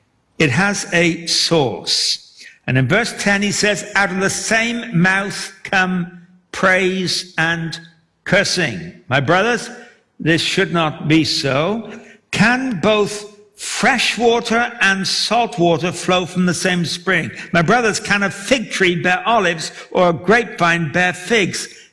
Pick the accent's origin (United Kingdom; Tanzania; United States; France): United Kingdom; England; When I was growing up in England, we're out in the country